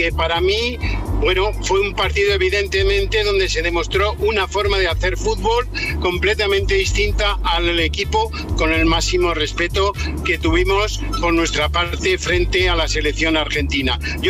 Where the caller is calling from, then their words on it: Spain; en nuestro caso concreto en España